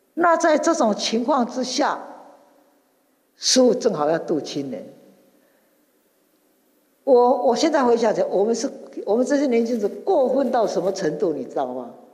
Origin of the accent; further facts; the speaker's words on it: Yilan County, Taiwan; now in Kaohsiung, Taiwan; 我是宜兰人，我也知道，我在高雄那么久